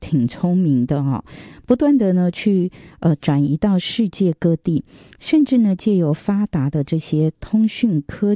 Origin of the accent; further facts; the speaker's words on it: Taiwan; 我觉得我们台湾人还是心地善良的居多